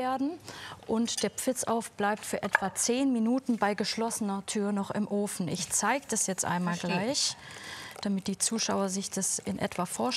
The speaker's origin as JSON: {"language": "German", "town": "Böblingen", "region": "Baden-Württemberg", "country": "Germany", "said": "Ich komme aus Böblingen, ja. Aus dem wunderschönen Böblingen."}